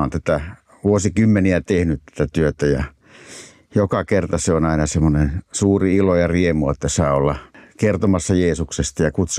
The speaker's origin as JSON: {"language": "Finnish", "town": "Laukaa", "region": "Central Finland", "country": "Finland", "tie": "born or raised there", "also_born_or_lived": "Helsinki", "moved": "as an adult", "lives_now": "Vantaa, Finland", "said": "mä oon syntynyt Laukaassa ja sitten sieltä vanhempien mukana kierros Helsingin kautta takaisin Laukaaseen ja siellä vietin lapsuuteni ja 64 vuonna muutettiin sinne ja sitten 78 sitten armeijan jälkeen läksin maailmalle ja sillä tiellä ollaan. Nyt ollaan Vantaalla Annikin kanssa"}